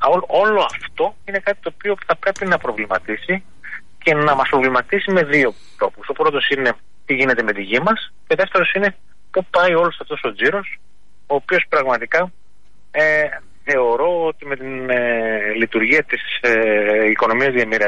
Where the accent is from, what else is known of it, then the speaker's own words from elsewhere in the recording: Drama, Eastern Macedonia and Thrace, Greece; Εγώ είμαι από τη Δράμα, εσείς από την Αθήνα, το ξέρετε καλύτερα.